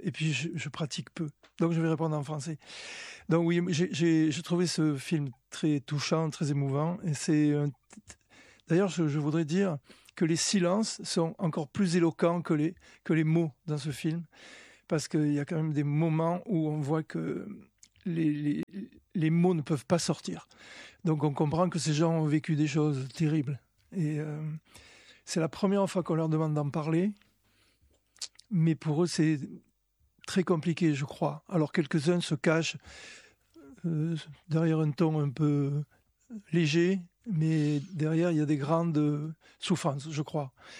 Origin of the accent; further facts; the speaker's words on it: Provence-Alpes-Côte d'Azur, France; Alors, je vais peut-être répondre en français parce que je suis provençal.